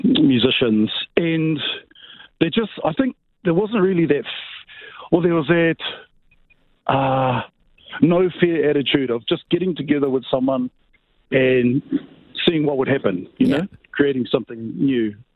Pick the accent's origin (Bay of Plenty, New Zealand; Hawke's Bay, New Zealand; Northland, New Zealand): Northland, New Zealand; Whangarei; growing up in Whangarei